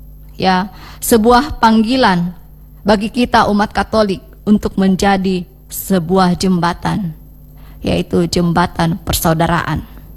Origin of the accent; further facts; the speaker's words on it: Makassar, South Sulawesi, Indonesia; Kita sebagai warga Makassar